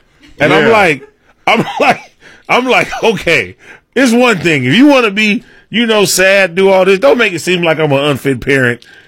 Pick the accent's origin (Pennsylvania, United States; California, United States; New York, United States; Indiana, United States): California, United States; Compton; I'm from Compton, California.